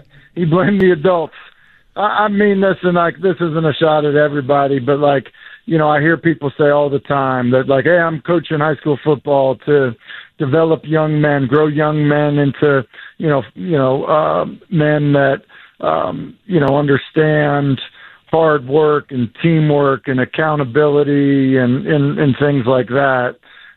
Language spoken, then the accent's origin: English; New England, United States; now in Tennessee, United States; growing up in New England, like, you drive 30 minutes and you get to every game, right?